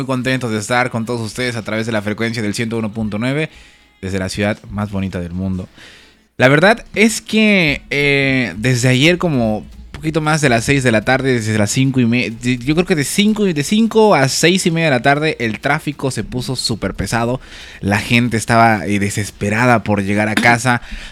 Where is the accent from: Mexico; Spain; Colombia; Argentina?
Mexico; la mayoría, si no un 90% de los mexicanos, ayer estábamos enfocados viendo este partido.